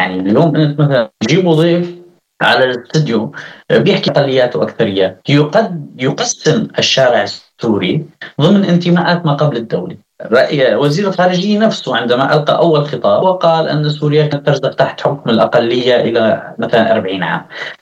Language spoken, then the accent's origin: Arabic; Sweden; سيما أنه أنا من السويد وشهادتي مجروحة يعني وستبين منحازي